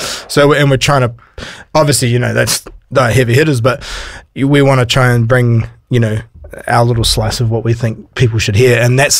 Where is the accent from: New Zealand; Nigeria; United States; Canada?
New Zealand; Papamoa, Bay of Plenty; I live up here now, but that's still, you know, that's where I was brought up in Papamoa. So I'm just up the road from there, which is a 30-minute drive.